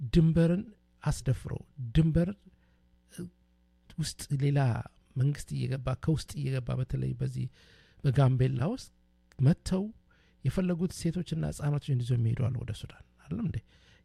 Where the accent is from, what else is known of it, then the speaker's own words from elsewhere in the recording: Dire Dawa, Ethiopia; ያው እኔ ድሬዳዋ ነው የተወለድኩት እንግዲህ አሁን ኦሮሚያ ክልል ነው ተወልጄ ያደኩት አይደለም እንዴ?